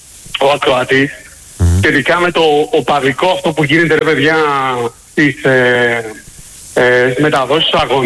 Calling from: Bristol, South West England, United Kingdom; είμαι από τον Bristol

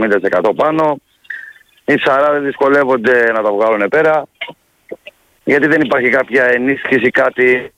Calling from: Halki, South Aegean, Greece; από Χάλκη, το Δεκανήσου.

